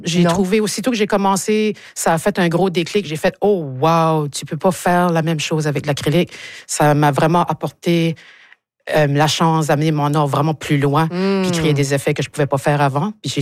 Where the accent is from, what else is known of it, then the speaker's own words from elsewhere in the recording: Shippagan, New Brunswick, Canada; moved away as an adult; now in Moncton, Canada; Moi, je suis originaire de Chipagan.